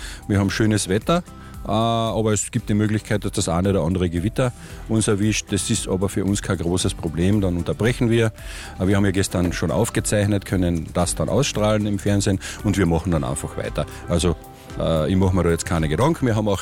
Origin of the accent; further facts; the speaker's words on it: Liebenfels, Carinthia, Austria; ich selber bin ja aus Liebenfels